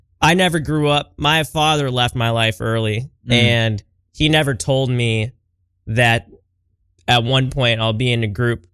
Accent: Plattsburgh, New York, United States; I grew up in Plattsburgh, New York, which was near, which is just this, it's a little less diverse than Burlington, more white, a little more Republican kind of vibes.

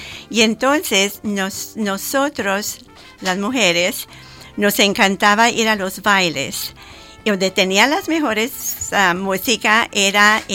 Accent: El Paso, Texas, United States; born there; now in Louisville, United States; yo nací en El Paso, Texas, y mis padres eran de raíces, obviamente, mexicanas. Mi mamá nació en Durango, México, Durango, México

